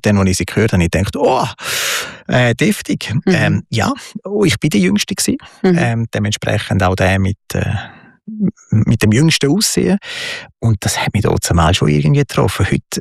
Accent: Switzerland; Ich bin Schweizer.

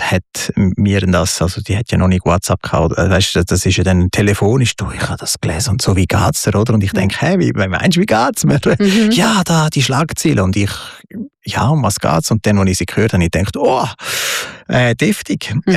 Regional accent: Switzerland; Ich bin Schweizer.

